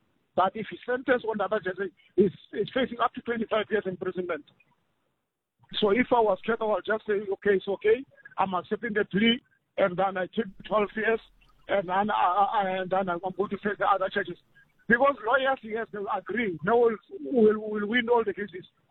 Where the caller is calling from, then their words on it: Marble Hall, Limpopo, South Africa; Ellis Kraal is in Limpopo Marble Hall.